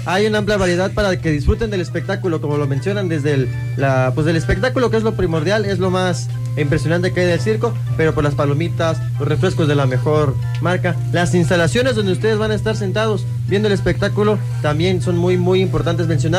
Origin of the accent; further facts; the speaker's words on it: Lima, Peru; nosotros los payasos somos de Lima, Perú.